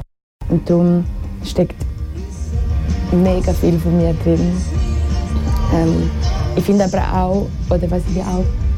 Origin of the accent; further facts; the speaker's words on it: Grisons, Switzerland; now in Zürich, Switzerland; Ich bin in Graubünden aufgewachsen, in den Bergen. Ich bin jetzt schon seit 11 Jahren in Zürich.